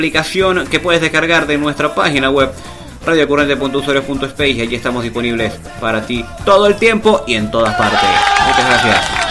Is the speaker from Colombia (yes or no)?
no; Venezuela; now in Santiago, Chile; te saludo desde Santiago de Chile, acá en la región metropolitana, aunque soy orgullosamente venezolano.